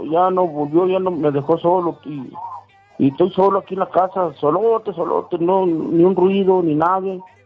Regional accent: Sombrerete, Zacatecas, Mexico; now in Fresnillo, Mexico; para todos los de González Ortega, Sombrerete Zacatecas, que es mi tierra natal. Un saludo para todos los de aquí de Fresnillo, que somos muchos.

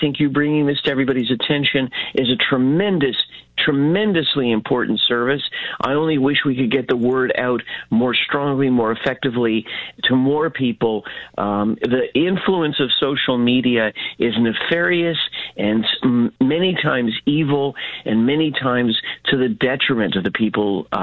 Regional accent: Canada; I'm Canadian. I know I should be used to it.

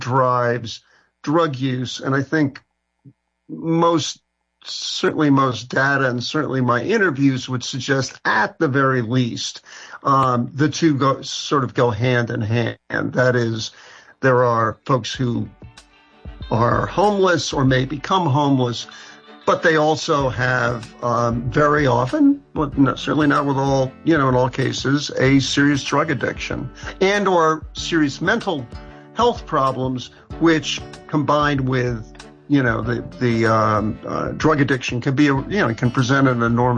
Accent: New York City, New York, United States; I grew up in New York City.

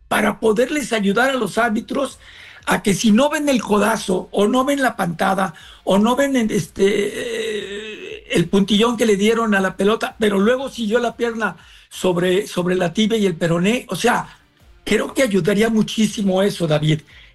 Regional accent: Mexico; Yo como mexicano es lo que mejor deseo

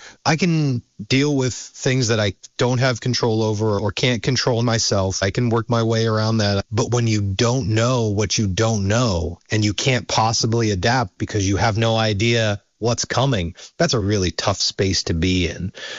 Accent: Virginia, United States; born there; also born or lived in Pennsylvania; now in Vermont, United States; I spent about half my life growing up in Virginia, and then we moved to Pennsylvania.

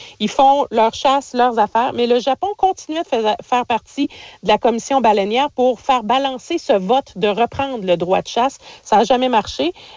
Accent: Canada; Et chez nous, au Canada, ça reste sur la liste des espèces en péril.

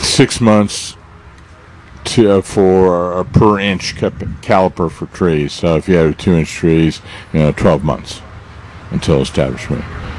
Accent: Midwest, United States; now in South Texas, United States; I was growing up in the Midwest

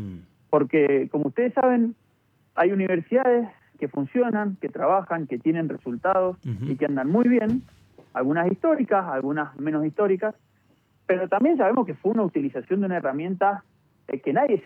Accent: Mendoza, Argentina; De vuelta, a mí como ciudadano, como mendocino y como ministro en una provincia, me interesa que la justicia actúe

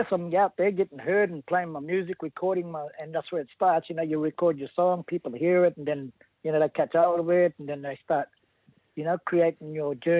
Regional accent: Kuranda, Queensland, Australia; Well, I'm from Kuranda, just a little place up in the rainforest from Cairns. My tribe is Jabbagai and Western Yalanji.

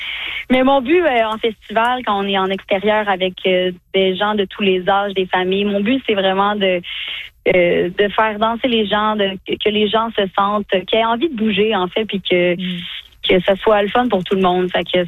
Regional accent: Bromont, Quebec, Canada; born there; now in Montreal, Canada; En fait, je suis à Sherbrooke. Je suis très excitée d'être là parce que c'est un peu mon patelin. Je viens des cantons de l'Est, fait que j'ai un peu l'impression d'être à la maison.

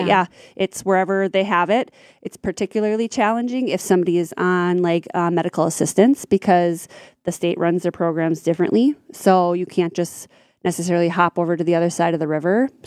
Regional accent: Ada, Minnesota, United States; my mom was from Perm and we grew up in Ada

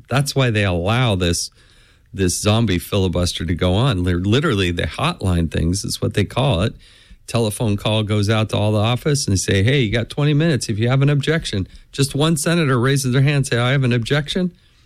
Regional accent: Utah, United States; born there; my home state of Utah

